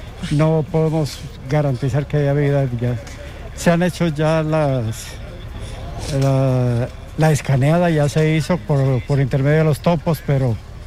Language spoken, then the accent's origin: Spanish; Pasto, Nariño, Colombia; vengo desde la ciudad de Pasto.